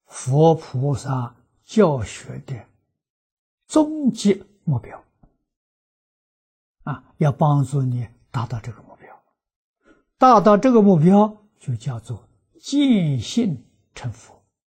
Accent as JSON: {"language": "Chinese", "country": "China", "said": "我们中国人讲至于至善了"}